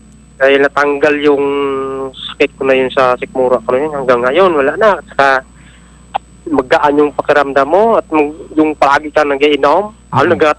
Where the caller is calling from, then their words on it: Magsaysay, Mimaropa, Philippines; Calawag po, Magsaysay, Occidental Mindoro.